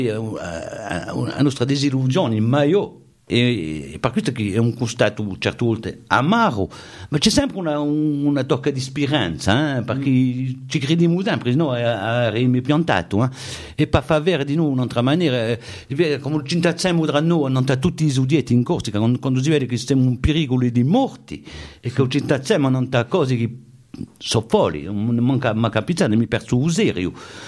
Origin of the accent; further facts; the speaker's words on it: Corsica, France; Noi vediamo ogni anno nel mio paese, quando ero cittadino parlavamo tutti i corsi, oggi non c'è più un cittadino che parla corso